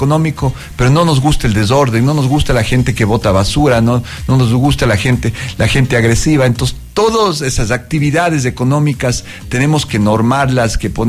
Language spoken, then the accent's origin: Spanish; Cuenca, Azuay, Ecuador; Soy un cuencano común que he tenido la oportunidad de estudiar aquí, fuera, de tener experiencias públicas y privadas